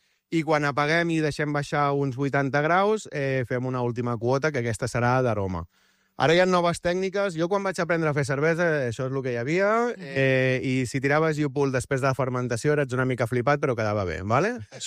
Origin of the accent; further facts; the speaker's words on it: Arenys de Mar, Catalonia, Spain; Arenys de Mar, sempre. Capital de l'Almaresma.